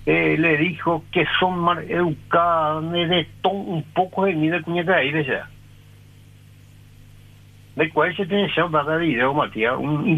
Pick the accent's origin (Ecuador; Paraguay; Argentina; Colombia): Paraguay; Nueva Germania, San Pedro; allá en mi valle, esa Nueva Germania